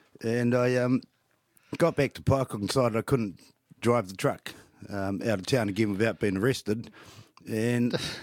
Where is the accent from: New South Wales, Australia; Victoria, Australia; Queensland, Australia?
New South Wales, Australia; Parramatta; So when I was a kid, I grew up in Parramatta, but we whakapapa back to Rakiura, Stewart Island, Ngāti Mamoe.